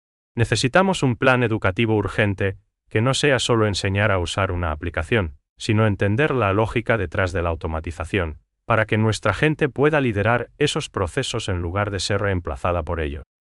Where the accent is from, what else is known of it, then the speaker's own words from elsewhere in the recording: Paraguay; nosotros como paraguayos ponemos en cada trato